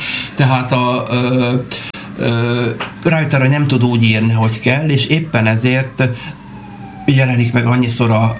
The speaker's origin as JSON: {"language": "Hungarian", "country": "Hungary", "said": "Magyarországról vagyunk"}